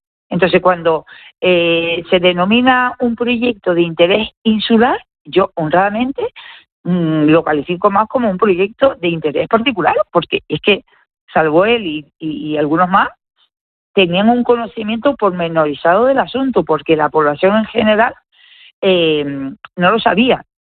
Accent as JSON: {"language": "Spanish", "town": "Guía de Isora", "region": "Canary Islands", "country": "Spain", "said": "yo que soy de Guía Casco"}